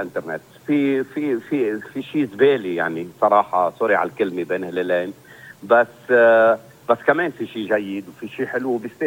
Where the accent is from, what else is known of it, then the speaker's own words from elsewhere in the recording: Lebanon; المجتمع اللي نحن ربينا عليه مجتمعنا اللبناني وأخلاقنا وحياتنا وتقاليدنا وعاداتنا ومفهومنا للحياة كلبنانيين